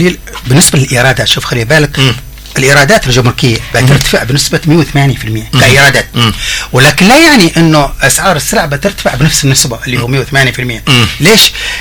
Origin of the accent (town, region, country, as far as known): Yemen